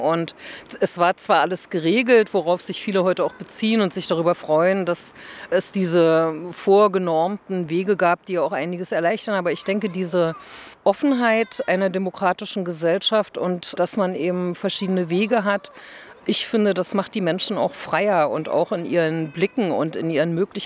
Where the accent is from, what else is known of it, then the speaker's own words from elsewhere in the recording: Magdeburg, Saxony-Anhalt, Germany; moved away as an adult; now in Berlin, Germany; Ich wurde 1966 in Magdeburg geboren, bin hier aufgewachsen und habe hier gelebt bis zu meinem Fluchtversuch 1989.